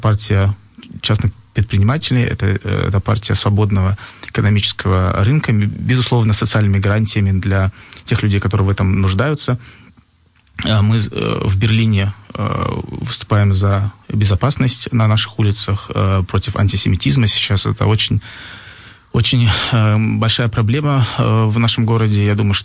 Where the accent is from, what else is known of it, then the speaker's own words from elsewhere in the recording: Russia; moved away as an adult; now in Berlin, Germany; Я уехал из России, потому что меня преследовала власть.